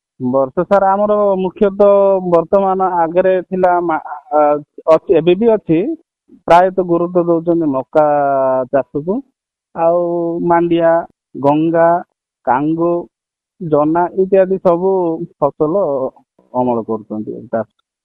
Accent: Jirang, Odisha, India; ଆମ ଗାଁଟା 13 କିଲୋମିଟର ଜିରାଙ୍ଗ ଯୋଉ ଫାଷ୍ଟ ପଡ଼ିବ ଆମର ମାଙ୍କଡ଼ିଆଁ ୱାଟରଫଲ ଗୋଟେ ଅଛି

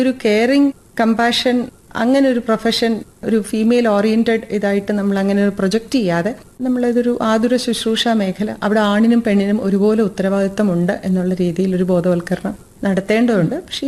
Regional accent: Kerala, India

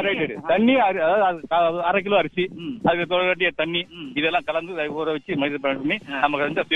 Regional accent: Tamil Nadu, India; என்னுடைய ஊர் சொந்த ஊர் வந்து தெற்கு ஆயுதகுளம்.

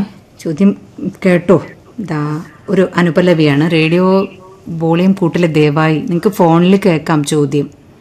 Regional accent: Kannur, Kerala, India; accent: Kannur dialect; നമ്മുടെ കണ്ണൂർ ഭാഷയിൽ അലമ്പാവും

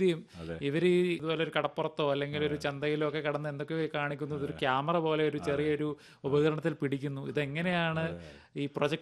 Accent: Kerala, India; now in Ernakulam, India; എന്റെ നാട്ടിലും തൊടുപുഴ അടുത്ത ഒരു ഗ്രാമത്തിലായിരുന്നു.

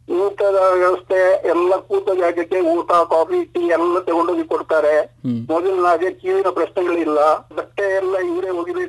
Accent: Karnataka, India; also born or lived in Hyderabad; ನಾನು ಕಾಲೂರವನು

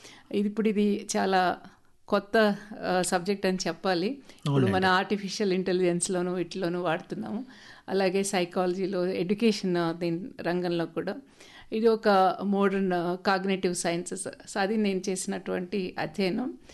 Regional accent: Mahbubnagar district, Telangana, India; also born or lived in Hyderabad; now in Nellore, India; నేను మహబూబ్నగర్ జిల్లా, అంటే ఉమ్మడి ఆంధ్రప్రదేశ్ రాష్ట్రంలో నడిగడ్డ అనే ప్రాంతానికి చెందినదనండి. మా ఊరు ఎలాంటిదంటే తుంగభద్ర నది ఒడ్డున ఉంటుంది, అటువైపు తెలంగాణ, ఇటువైపు రాయలసీమ. మా ఊరు నుంచి వెళ్ళే ఒకే ఒక రోడ్డు కర్ణాటకలోకి వెళ్తుంది. కాబట్టి మేము నేర్చుకున్న తెలుగు, లేదా మేము పెరిగిన వాతావరణం అంతా కూడా పల్లెటూరు

